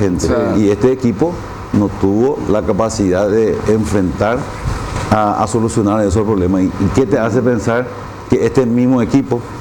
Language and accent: Spanish; Asunción, Paraguay; yo soy un asunceno orgulloso de mi historia como todos, pero avergonzado por el presente.